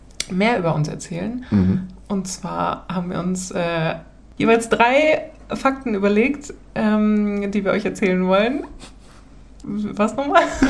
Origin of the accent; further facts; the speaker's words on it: Hanover, Lower Saxony, Germany; also born or lived in Kiel; now in Stockholm, Sweden; Ursprünglich komme ich aber aus Niedersachsen, nämlich aus Hannover, aus dem schönen, interessanten Hannover.